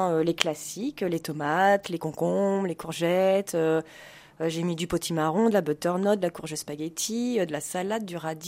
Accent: Blois, Centre-Val de Loire, France; Je suis native de Blois. J'habite à Blois, je suis revenue vivre à Blois il y a un an et demi

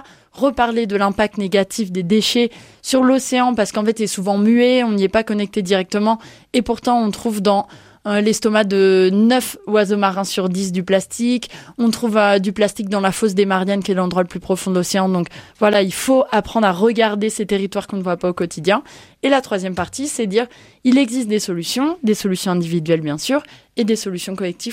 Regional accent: Tours, Centre-Val de Loire, France; born there

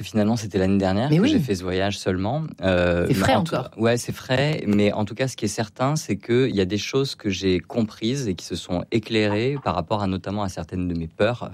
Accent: Hyères, Provence-Alpes-Côte d'Azur, France; Moi, je suis originaire de Hyères, j'ai grandi à Hyères

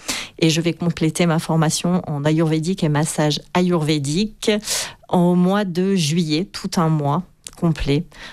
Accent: Nice, Provence-Alpes-Côte d'Azur, France; born there; also born or lived in Manosque / Roquebillière

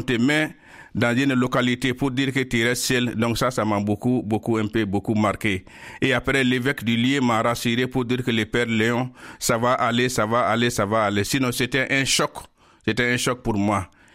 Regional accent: Mali; Parce que chez nous, au Mali, les prêtres vivent en communauté.

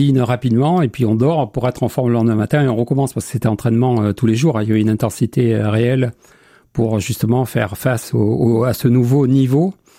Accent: Allassac, Nouvelle-Aquitaine, France; Remonter les escaliers de la maison à Alassac en Corrèze, parce que moi je suis d'Alassac en Corrèze, à côté de Brive.

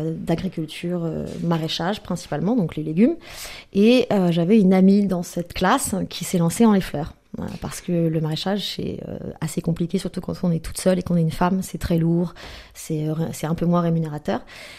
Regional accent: Caen, Normandy, France; born there; je suis née à Caen.

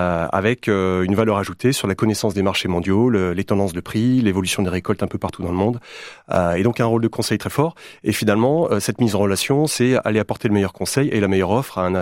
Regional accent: Brittany, France

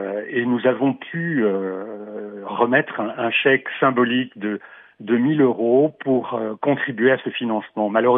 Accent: Brittany, France; je suis breton d'origine.

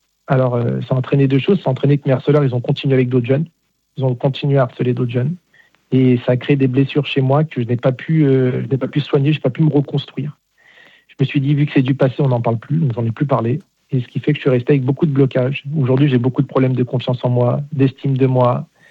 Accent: Nanterre, Île-de-France, France; Donc, de base, moi, j'étais de Nanterre, j'étais dans une cité. Donc, je suis arrivé à Rueil-Malmaison. C'est pas du tout le même milieu et même contexte.

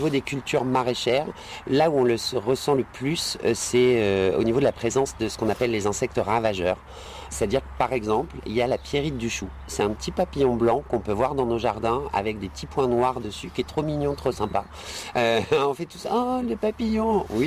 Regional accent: Nouvelle-Aquitaine, France; chez nous, en Charente-Maritime

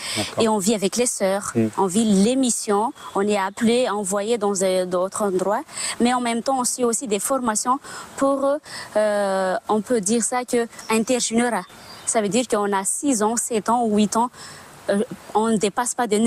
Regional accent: Madagascar; moved away as an adult; also born or lived in Angers, France; now in Albi, France; Je viens de Madagascar.

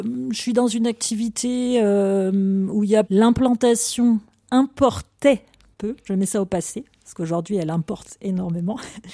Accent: Sainte-Hermine, Pays de la Loire, France; also born or lived in Luçon; moi, je suis de Saint-Hermine.

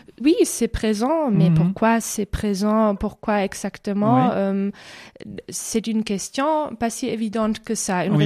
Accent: Germany; accent: German; French is a second language; moved away; also born or lived in Italy; Moi, je ne suis pas italienne, je suis allemande, mais j'ai vécu en Italie.

